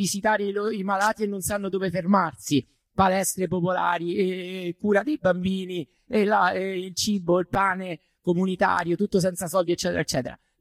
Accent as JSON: {"language": "Italian", "town": "Rome", "region": "Lazio", "country": "Italy", "said": "Scusate, sono da Roma."}